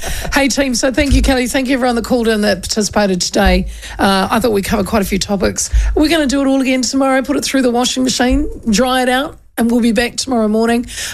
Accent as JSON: {"language": "English", "town": "Hastings", "region": "Hawke's Bay", "country": "New Zealand", "tie": "born or raised there", "moved": "yes", "lives_now": "Auckland, New Zealand", "said": "I was brought up in Hastings"}